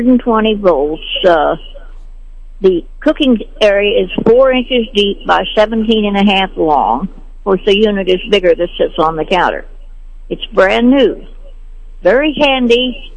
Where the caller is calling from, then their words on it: Sedalia, Missouri, United States; I'm calling from Sedalias.